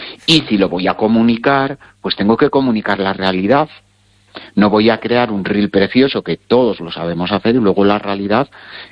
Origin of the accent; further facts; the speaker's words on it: Galicia, Spain; moved away; yo que no vivo en Galicia, pero que presumo de mi tierra mucho, allá donde voy